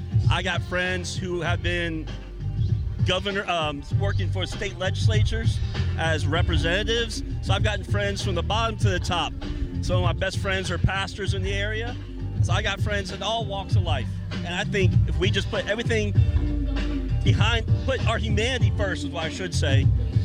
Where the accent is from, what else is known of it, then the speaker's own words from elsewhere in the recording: Texas, United States; moved away; I was raised in outside of Dallas, Texas. So I'm a Texas transplant, but I've lived in six different states.